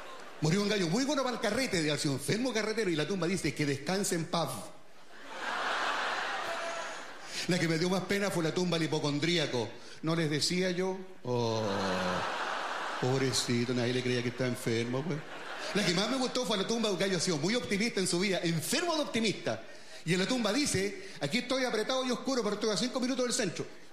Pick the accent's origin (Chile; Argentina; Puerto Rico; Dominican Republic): Chile; born there; Qué rico que nací en Chile, weón.